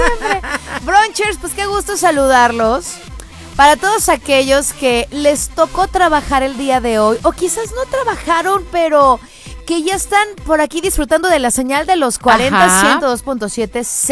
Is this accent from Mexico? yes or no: yes; Mexico; si algo tenemos bueno los mexicanos